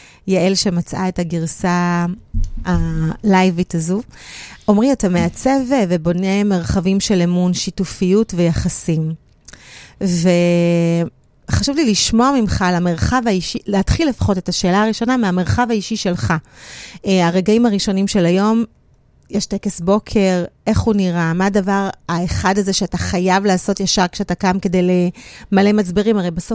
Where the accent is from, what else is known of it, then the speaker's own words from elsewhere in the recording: Jerusalem, Jerusalem District, Israel; אתה גדלת בירושלים, גם אני גדלתי